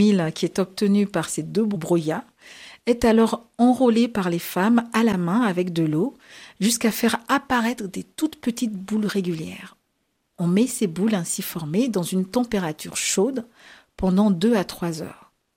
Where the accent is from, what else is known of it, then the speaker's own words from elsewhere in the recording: Senegal; Moi aussi, je suis sénégalaise.